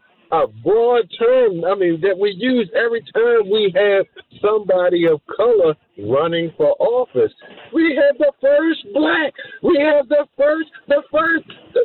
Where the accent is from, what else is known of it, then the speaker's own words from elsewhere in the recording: United States; No, because I'm American Indian.